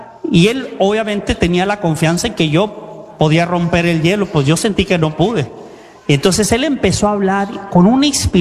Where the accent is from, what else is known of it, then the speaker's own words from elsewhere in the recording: Tijuana, Baja California, Mexico; Yo soy de Tijuana.